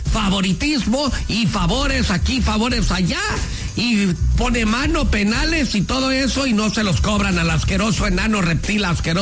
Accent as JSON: {"language": "Spanish", "region": "Michoacán", "country": "Mexico", "said": "yo soy Rancho de Benitito, Michoacán, para el mundo, en los deportes."}